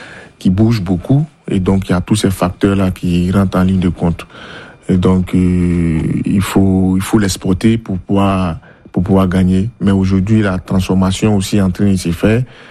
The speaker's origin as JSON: {"language": "French", "country": "Côte d’Ivoire", "said": "Bon, peut-être que vous allez dire parce que je suis ivoirien, sinon si je me le permets, je peux dire que le cacao de Côte d'Ivoire est le meilleur cacao au monde."}